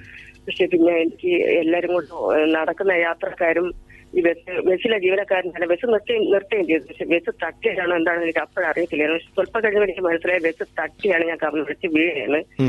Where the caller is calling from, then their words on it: Palakkad, Kerala, India; പാലക്കോട്ട് നിന്നാ വിളിക്കുന്നത്.